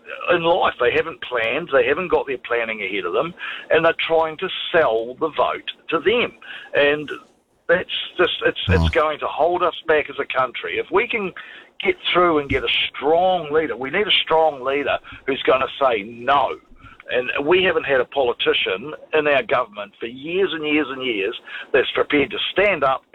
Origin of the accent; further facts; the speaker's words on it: Southland, New Zealand; I come from Southland, and I see a lot of stuff being spent in Southland that shouldn't be spent